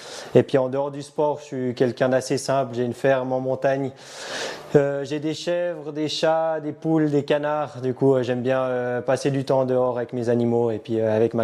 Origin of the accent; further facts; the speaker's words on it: Switzerland; je suis suisse, j'habite en Suisse, pas loin d'ici